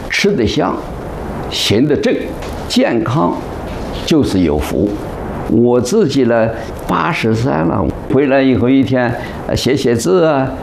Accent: Tianshui, Gansu, China; 我认为我是生在天水，长在天水，我的这一点成就都是家乡的水土、家乡的父老乡亲养育出来的

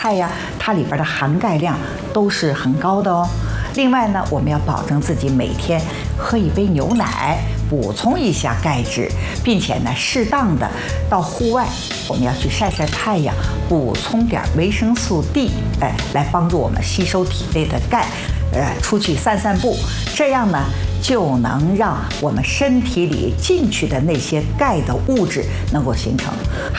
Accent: southern China, China; 像我们南方的面都是加了碱水的

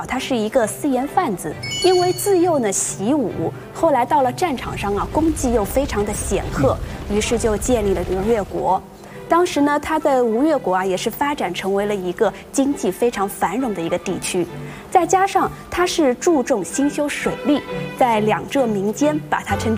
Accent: Wuxi, Jiangsu, China; 这些都是我们无锡人，也是我们无锡人真正的一个骄傲

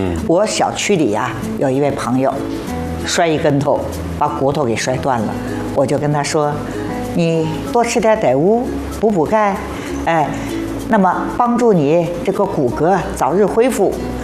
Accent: southern China, China; 我们南方人呢是偏甜口，比方说豆腐脑也可以放点糖吃，豆浆我们也喜欢喝点甜的。

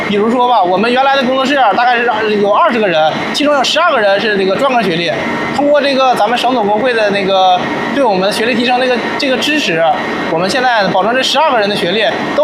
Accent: China; 我们中国人

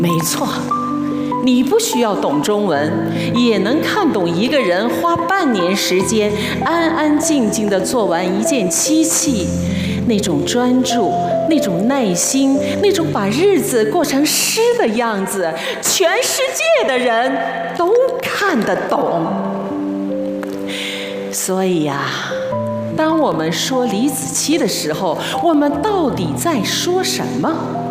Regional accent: Chengdu, Sichuan, China; moved away; 作为一个成都人，每次回到家乡的舞台上，心里都特别踏实。

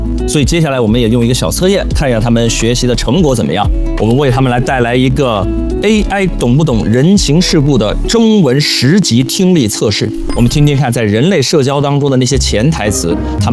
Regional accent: China; 但是我们中国人聊天好像很少绝对否定

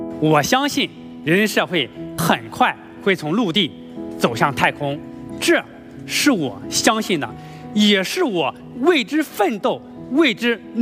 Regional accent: China

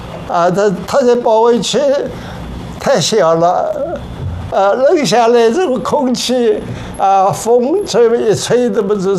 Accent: Jiangnan, China; 我们是江南人，都吃大米的

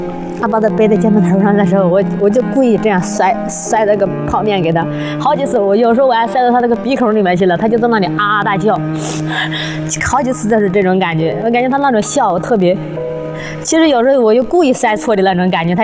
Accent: Xinyang, Henan, China; 我今年32岁，我来自河南信阳

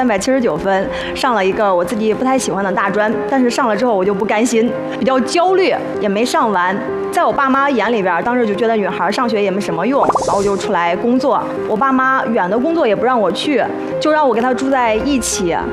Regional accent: Qi County, Henan, China; 河南省有一个县因杞人忧天而扬名天下，那就是我的家乡。

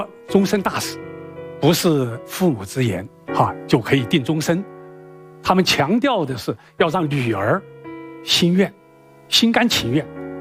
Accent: China; 我们中国人

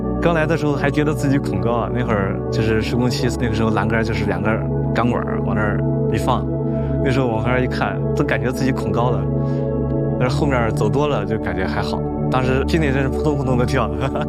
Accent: Shiyan, Hubei, China; moved away; 我是湖北十堰的，南水北调中线源头丹江口，就在我们老家那块儿啊。

